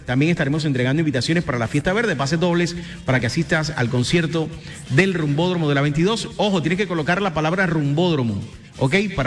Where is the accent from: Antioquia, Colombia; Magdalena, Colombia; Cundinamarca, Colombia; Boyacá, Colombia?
Magdalena, Colombia; Santa Marta; 501 años de mi tierra Santa Marta.